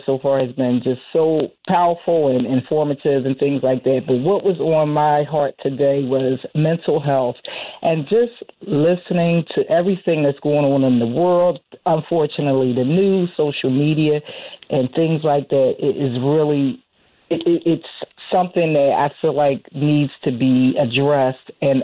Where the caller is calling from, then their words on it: Philadelphia, Pennsylvania, United States; I'm calling in from Philadelphia, and I just wanted to just make a comment.